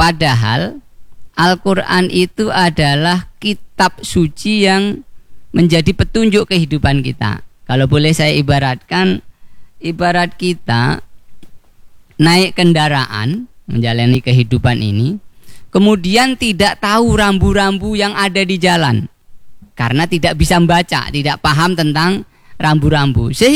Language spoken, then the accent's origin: Indonesian; Java, Indonesia; Kalau orang kami, orang Jawa